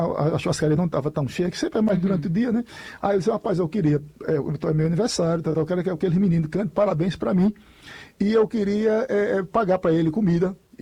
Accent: Floresta do Navio, Pernambuco, Brazil; born there; now in Tacaratu, Brazil; Eu nasci em Floresta do Navio.

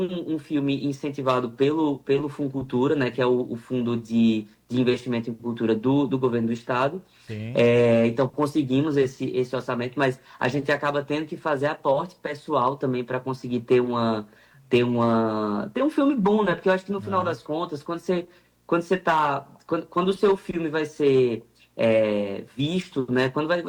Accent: Caruaru, Pernambuco, Brazil; eu venho do interior de Caruaru, hoje moro em Caruaru, estou aqui, inclusive.

